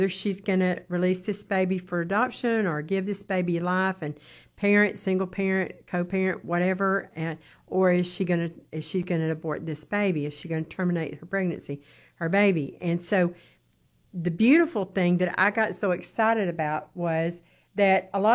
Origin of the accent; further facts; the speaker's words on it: Mississippi, United States; She's my Mississippi sister because, see, that's my home state.